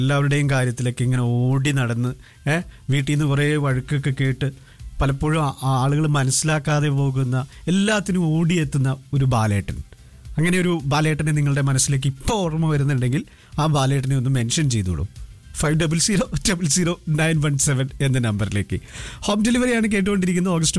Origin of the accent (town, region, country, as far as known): Kerala, India; moved away